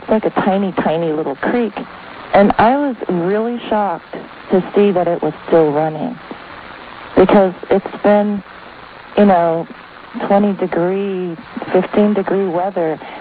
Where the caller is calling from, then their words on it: Homer, Alaska, United States; from Homer, Alaska.